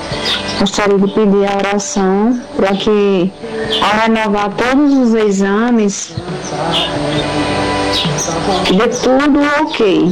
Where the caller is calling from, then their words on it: Brazil; sou de Itaperuá.